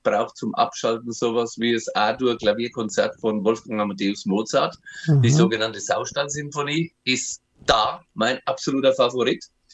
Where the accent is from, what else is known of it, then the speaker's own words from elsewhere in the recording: Bavaria, Germany; da fühle ich mich eigentlich, so blöd es klingt, als Bayer in Österreich am wohlsten